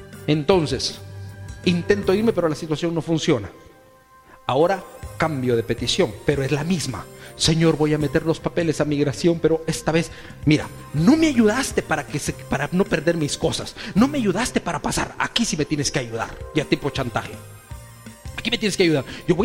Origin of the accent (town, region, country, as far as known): Guatemala